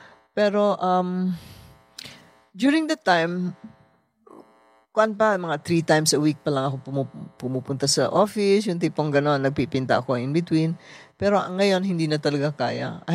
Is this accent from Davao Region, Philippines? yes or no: yes; Davao City, Davao Region, Philippines; moved away as an adult; Kasi taga Davao talaga kami.